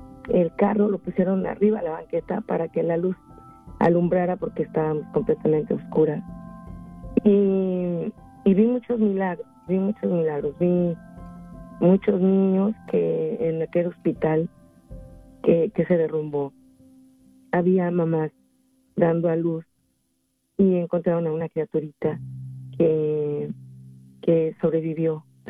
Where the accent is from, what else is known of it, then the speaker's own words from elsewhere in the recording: Mexico City, Mexico; now in United States; yo vengo de la Ciudad de México, así que también es igual allá.